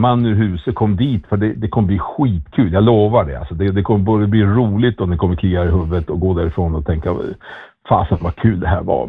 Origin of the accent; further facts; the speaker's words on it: Norrland, Sweden; Jag är själv norrlänning